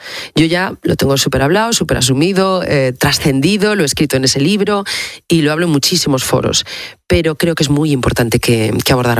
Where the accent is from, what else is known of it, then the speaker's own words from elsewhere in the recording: Asturias, Spain; moved away; vengo de Asturias, de un pueblo de 1000 habitantes y mi padre carnicero.